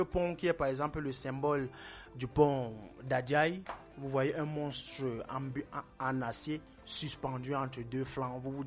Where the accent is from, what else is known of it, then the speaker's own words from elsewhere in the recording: Cameroon; chez nous au Cameroun